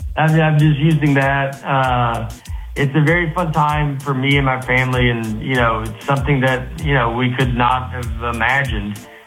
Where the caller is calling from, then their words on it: Nashville, Tennessee, United States; I'm in Nashville.